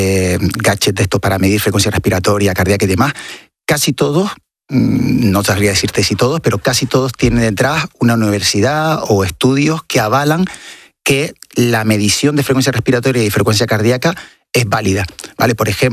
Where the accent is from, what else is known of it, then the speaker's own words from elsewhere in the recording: Canary Islands, Spain; now in Madrid, Spain; yo lo estoy sufriendo ahora mismo aquí en Madrid, vengo de Canarias, que estamos a 26 graditos